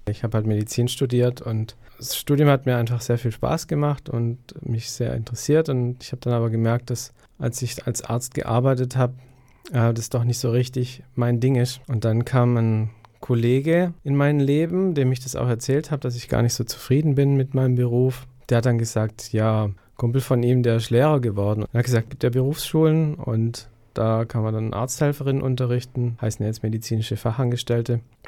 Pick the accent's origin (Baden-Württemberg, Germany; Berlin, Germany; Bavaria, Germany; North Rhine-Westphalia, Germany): Baden-Württemberg, Germany; Ich komme aus Haupt am Neckar und das ist in der Nähe von Stuttgart und das sind so ungefähr 800 Kilometer von hier. Ja, und jetzt hat es mich in den hohen Norden verschlagen